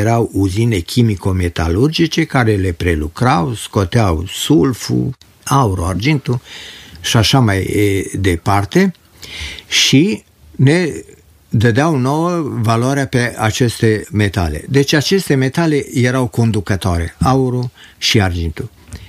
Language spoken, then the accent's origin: Romanian; Sântimbru, Alba County, Romania; born there; also born or lived in Roșia Montană; 1987, când am plecat din Roșia Montană, m-am mutat cu locuința în Sântimbru. În curtea părintească mi-am făcut și o căsuță modestă, fiindcă am fost legat, cum se zice, de la sat am plecat, la sat m-am întors, unde mă simt foarte bine.